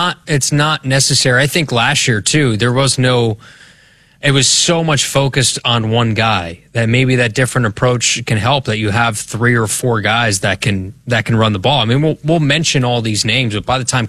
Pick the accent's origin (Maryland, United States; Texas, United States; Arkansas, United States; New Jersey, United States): New Jersey, United States; I actually prefer Alfredo, but I'm from New Jersey.